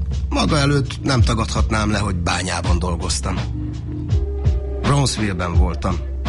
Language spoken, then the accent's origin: Hungarian; Szabolcs-Szatmár-Bereg, Hungary; Bátyra valósi vagyok. Szabolcs megyébe.